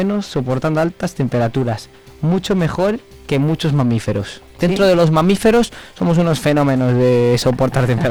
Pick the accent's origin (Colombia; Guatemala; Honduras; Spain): Spain; Arcos de la Polvorosa, Castile and León; Pues mi pueblo tiene una historia muy bonita. Se llama Arcos de la Polvorosa.